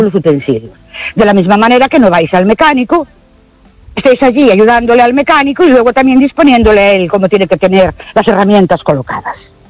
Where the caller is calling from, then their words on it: Ourense, Galicia, Spain; de Orense otra vez.